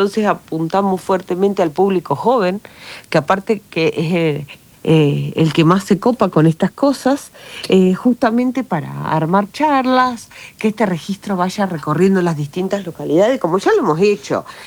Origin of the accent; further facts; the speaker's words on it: Argentina; Tanto como que nosotros hemos, como argentino, donado para una persona que estaba esperando en otro continente o viceversa.